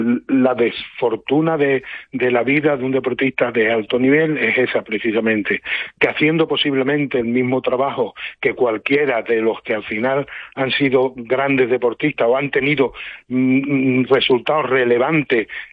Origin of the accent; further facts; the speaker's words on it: Ceuta, Spain; yo no soy el único medallista ceutí